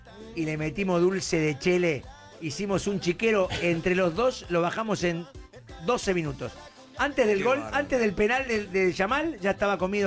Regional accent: Argentina; viste cómo somos los argentinos.

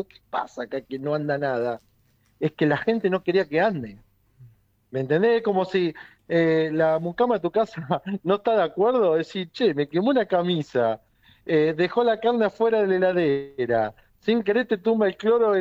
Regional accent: Yrigoyen, Argentina; Las personas en Yrigoyen, en mi pueblo, empiezan a trabajar de muy chicos, a los 14, 15 años.

